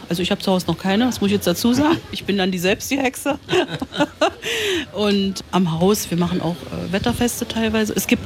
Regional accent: Thale, Saxony-Anhalt, Germany; Ich bin gebürtige Thalenserin

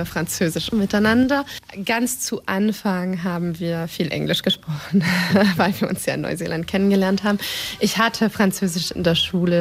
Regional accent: Germany; Und zwar habe ich nach dem Abitur in Deutschland, ich komme ja aus Deutschland, war ich mir nicht ganz sicher, ob ich Weinbau studieren möchte

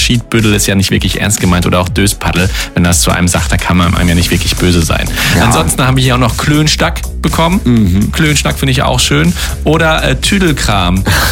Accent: Northern Germany, Germany; dass wir da als Norddeutsche nicht auftauchen in diesem Ranking.

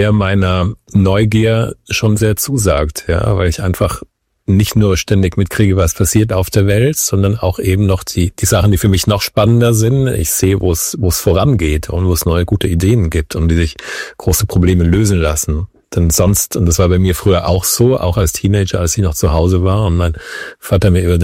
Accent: Wiesloch, Baden-Württemberg, Germany; moved away as an adult; also born or lived in Berlin / Ukraine; Ich bin in der Nähe von Heidelberg aufgewachsen, in der kleinen Stadt, die Wiesloch heißt.

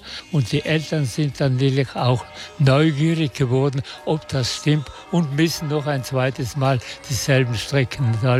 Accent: Bruneck, Trentino-Alto Adige, Italy; Ich bin aus Bruneckthal.

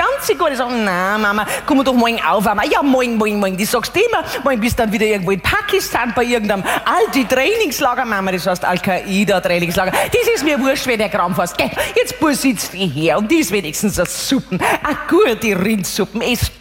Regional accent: Bavaria, Germany; born there; Wenn man da geboren ist, wo ich geboren bin, ist das Essen wirklich wichtig. Ich meine, jeder hat eine andere Einstellung, ist schon klar. In Bayern sagt man, was der Bauer nicht kennt, das frisst er nicht.

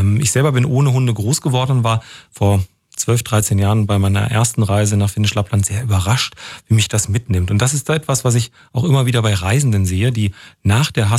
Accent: Thuringia, Germany; Also als Thüringer weiß ich, was wir im Schnitt im Schrank haben.

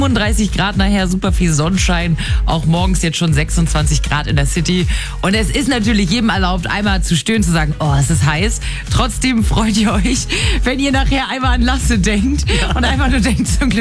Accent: Germany; wir sind alle Deutsche

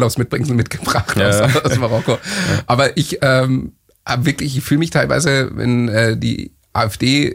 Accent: Munich, Bavaria, Germany; ich bin in München geboren, bin hier groß gewachsen, mein leiblicher Papa kommt aus Marokko

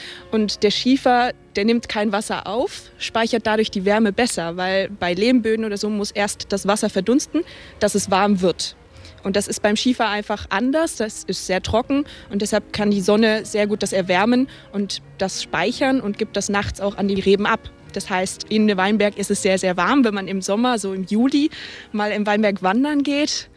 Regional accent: Traben-Trarbach, Rhineland-Palatinate, Germany; Ich komme gebürtig aus Trabach, das ist die andere Seite und da ist man im Tal Kessel.

